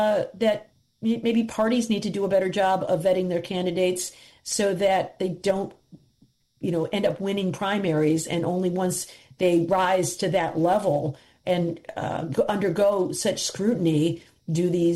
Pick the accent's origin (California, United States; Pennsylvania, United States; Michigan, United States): Michigan, United States; We've done that in my home state of Michigan with a ballot initiative that created an independent citizens redistricting committee.